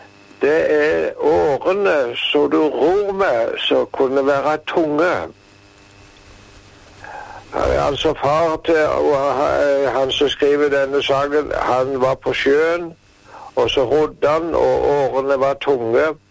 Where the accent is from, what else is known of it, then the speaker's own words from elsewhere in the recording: Rogaland, Norway; Men jeg tenker litt grann tilbake på Jæren der jeg vokste opp.